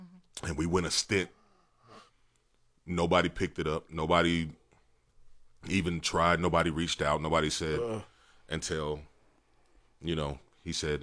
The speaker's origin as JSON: {"language": "English", "region": "East", "country": "United States", "tie": "born or raised there", "moved": "yes", "lives_now": "Austin, United States", "said": "I'm not from here. I'm from the East, born and raised. I moved to Austin in 03, 04, somewhere around there."}